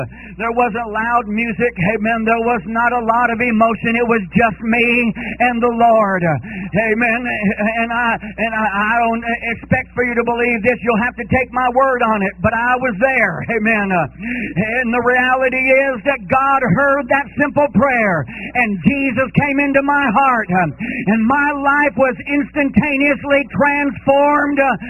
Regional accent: California, United States; when I was raised in California all of my teenage years

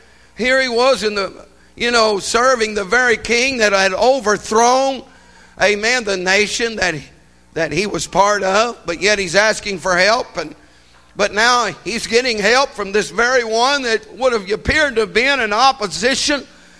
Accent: United States; And I am American through and through. I was born here. I was raised here. I am a citizen in here, of here.

